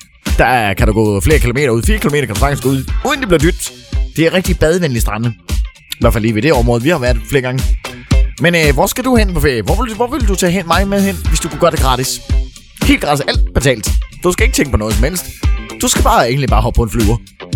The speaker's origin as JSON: {"language": "Danish", "country": "Hungary", "moved": "yes", "lives_now": "Denmark", "said": "Jeg vil faktisk gerne hjem til mit fædreland. Og jeg nu hørte rigtigt. Jeg kommer nemlig fra Ungarn, ikke?"}